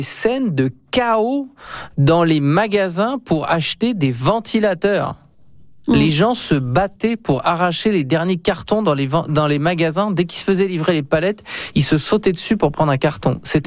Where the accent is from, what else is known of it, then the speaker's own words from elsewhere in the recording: Normandy, France; pourtant je suis originaire de la Normandie et je suis retourné en Normandie